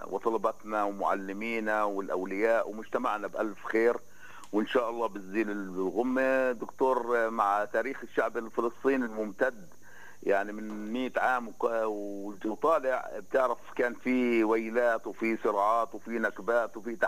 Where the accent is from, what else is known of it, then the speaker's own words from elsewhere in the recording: Palestine; احنا دائما كفلسطينيين